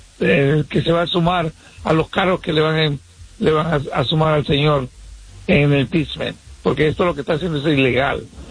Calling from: New York, United States; de Nueva York.

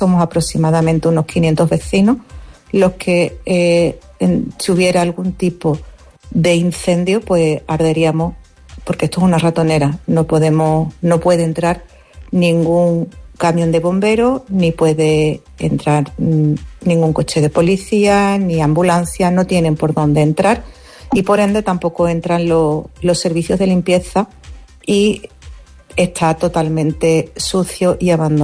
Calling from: Huelva, Andalusia, Spain; soy una vecina de Vista Alegre, Plaza Puerto Moral, Distrito 21.007

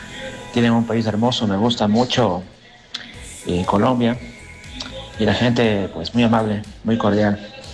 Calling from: Ambato, Tungurahua, Ecuador; yo no soy colombiano, yo soy de Ambato, Ecuador

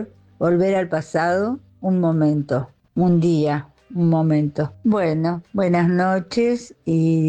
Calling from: Rufino, Santa Fe, Argentina; de Rufino, provincia de Santa Fe.

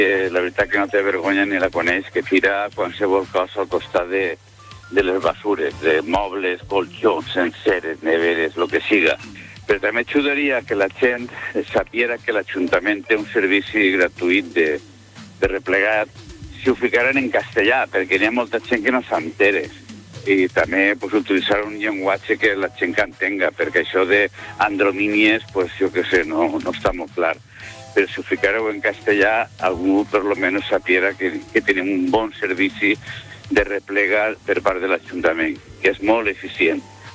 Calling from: Gandia, Valencian Community, Spain

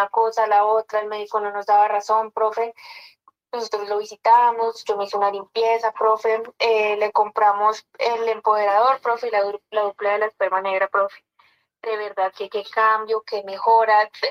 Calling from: Boyacá, Colombia; Quitania, Boyacá

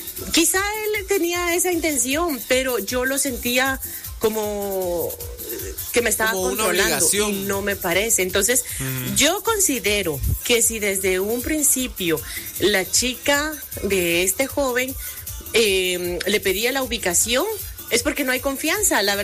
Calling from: Guatemala

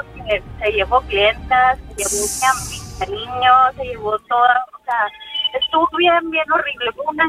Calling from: Monterrey, Nuevo León, Mexico; Yo soy de Monterrey, Nuevo León.

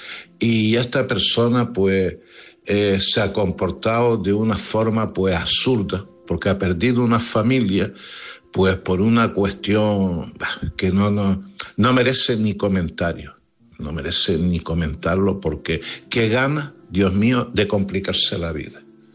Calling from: Canary Islands, Spain; de Gran Canaria.

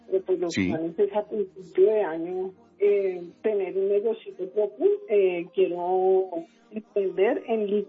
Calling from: Bogotá, Colombia; Estoy en Bogotá, la localidad de Kennedy.

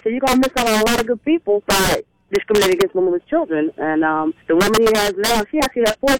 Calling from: Palm Beach, Florida, United States; I'm actually calling from Palm Beach, Florida.

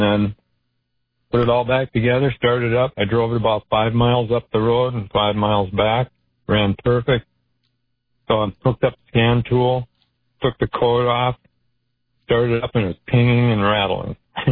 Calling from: Minnesota, United States; I listen from Minnesota.

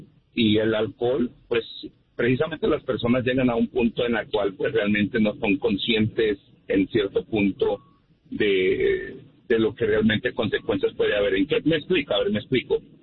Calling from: New York, United States

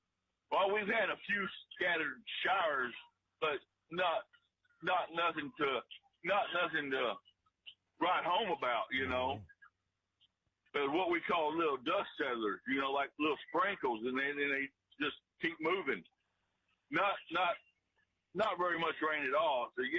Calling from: Mineral Wells, United States; Mineral Wells, kind of my neck of the woods. And that's pretty, I'm not going to say mountainous, but it's the northern part of the hill country.

